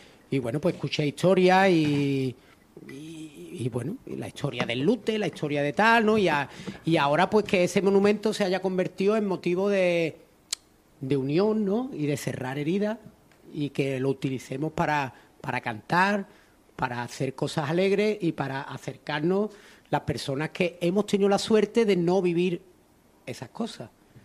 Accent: El Puerto de Santa María, Andalusia, Spain

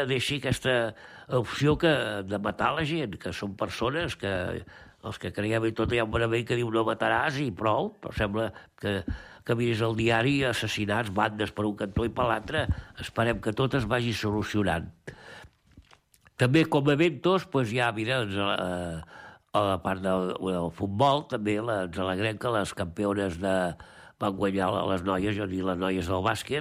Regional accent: Argentona, Catalonia, Spain; al meu poble, a l'Argentona

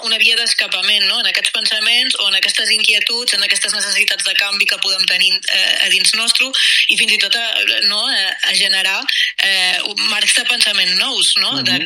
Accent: Ibiza, Balearic Islands, Spain; Jo soc d'Eivissa

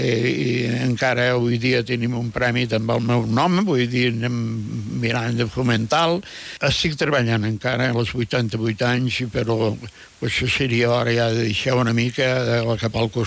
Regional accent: Alguaire, Catalonia, Spain; born there; Al Guaire fèiem arròs, jo he plantat arròs amb les meves mans

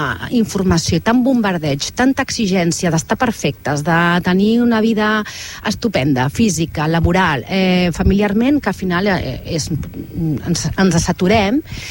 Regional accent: Barcelona, Catalonia, Spain; now in Altafulla, Spain; com a Barcelonina afincada a Altafulla

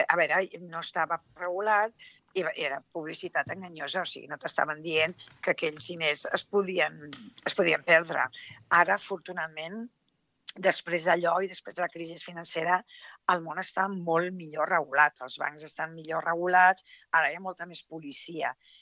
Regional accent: Tarragona, Catalonia, Spain; also born or lived in Morella

